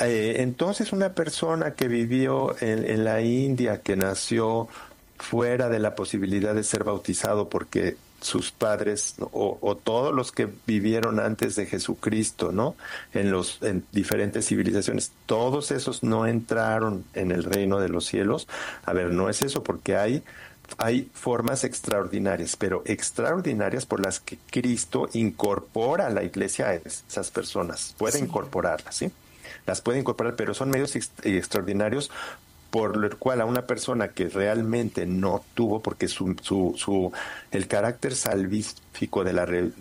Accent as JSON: {"language": "Spanish", "country": "Mexico", "said": "Porque ella escogió esa casa y porque yo soy mexicano. Pero sabemos los mexicanos muy bien, ¿no?"}